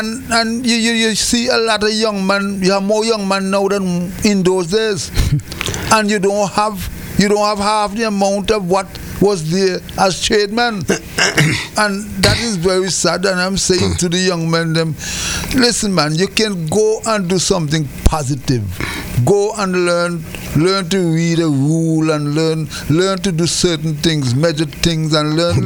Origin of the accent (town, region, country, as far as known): Antigua & Barbuda